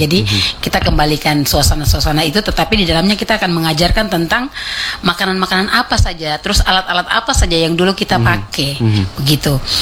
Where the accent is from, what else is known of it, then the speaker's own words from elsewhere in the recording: Southwest Papua, Indonesia; tetapi kita mengenang dan mengajarkan kembali tentang karakter cara hidup kita orang Boy pada saat itu.